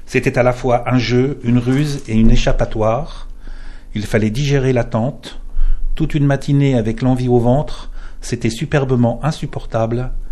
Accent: Verdun, Grand Est, France; born there; je suis né à Verdun et que c'est pas une ville simple.

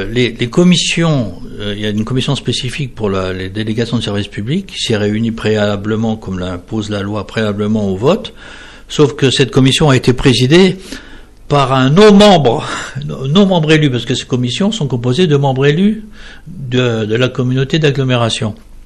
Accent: Longwy, Grand Est, France; je suis de Longwy

